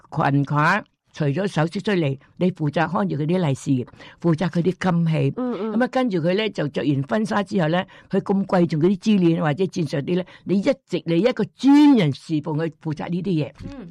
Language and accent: Cantonese; Hong Kong; 因为我喺香港长大咧，系读书系繁体字噶嘛。